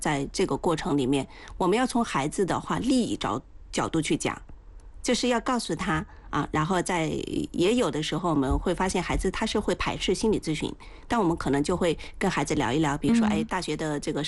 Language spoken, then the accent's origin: Chinese; China; 我们中国人很多时候对于心理这样的一些问题或